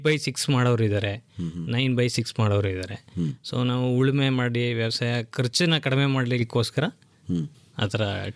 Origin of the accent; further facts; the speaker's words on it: Ravani, Karnataka, India; ನಮ್ಮ ಊರು ರಾವಣಿ, ಮಳವಳ್ಳಿ ತಾಲೂಕು, ಮಂಡ್ಯ ಜಿಲ್ಲೆ.